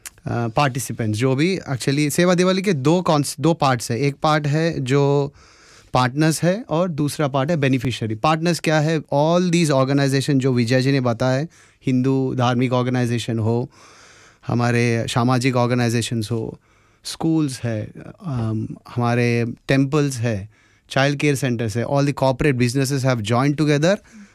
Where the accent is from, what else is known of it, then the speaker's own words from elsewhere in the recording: South India, India; Hindi is a second language; Obviously apologies for my Hindi as well, क्योंकि आपको सबको पता है कि मैं साउथ से बिलोंग करता हूँ.